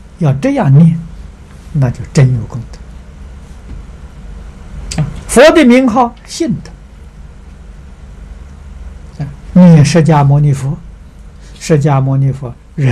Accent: China; 如同我们中国人这个家里面供祖宗的牌位一样

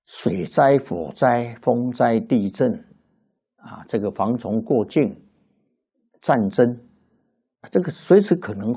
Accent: China; 我们中国人讲七情五欲

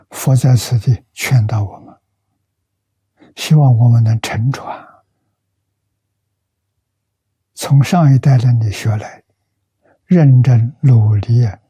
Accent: China; 我们中国人讲价值

